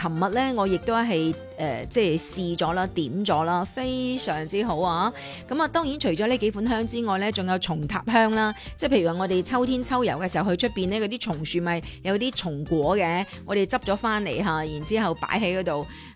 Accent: Guangdong, China; 碌柚啦，对于我哋广东人嚟讲呢

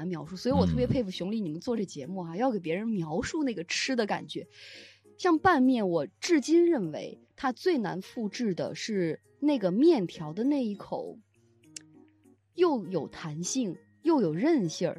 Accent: Xinjiang, China; 也是我小的时候在新疆中午最爱吃的一种饭啊

